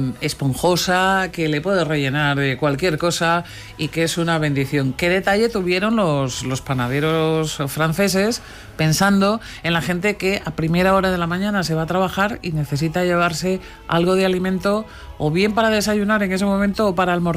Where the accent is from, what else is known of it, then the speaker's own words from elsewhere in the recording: Galicia, Spain; Es que yo también soy gallega, Edu.